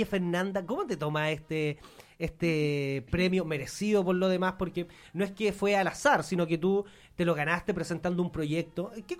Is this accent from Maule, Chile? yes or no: yes; Sagrada Familia, Maule, Chile; una comuna muy rural, comuna a la cual pertenezco, Sagrada Familia